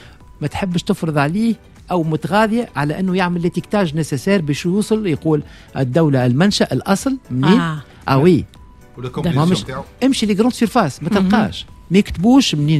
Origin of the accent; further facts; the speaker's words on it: Tunisia; كل الاعسال اللي عندنا في تونس كلها تجمد